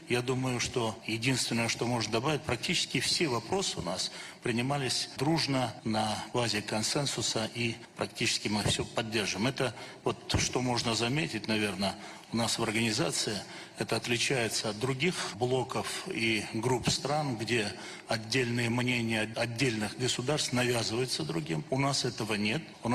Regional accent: Kyrgyzstan; я сам представитель из Кыргызстана, из Центральной Азии

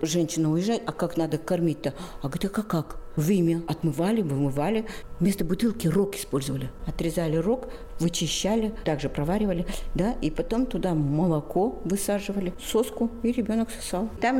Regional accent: Nenets Autonomous Okrug, Russia; born there; Я родилась в Ненецком автономном округе, мне очень сложно вот разделять. И даже когда общаюсь со зрителями, да, мне очень сложно, потому что я там живу. И поэтому я когда говорю «ненцы», я все время говорю «вот мы». Хотя я коми

